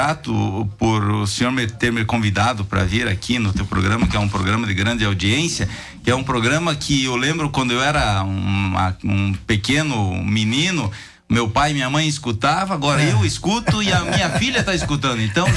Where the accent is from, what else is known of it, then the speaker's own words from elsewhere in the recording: Concórdia, Santa Catarina, Brazil; Me criei no interior de Concórdia